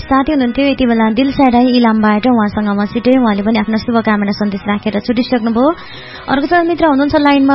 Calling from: Taplejung, Koshi Province, Nepal; ताप्लेजुङबाट।

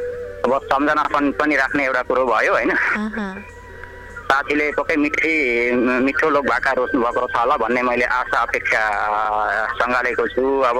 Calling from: Dharan, Koshi Province, Nepal; म पूर्वधरानबाट

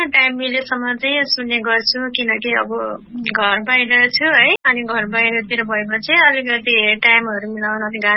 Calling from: Udayapur, Koshi Province, Nepal; Udaipur कर्बेटबाट

